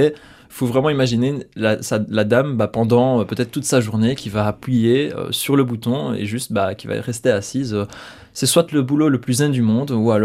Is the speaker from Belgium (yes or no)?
yes; Liège, Wallonia, Belgium; en tant que bon liégeois.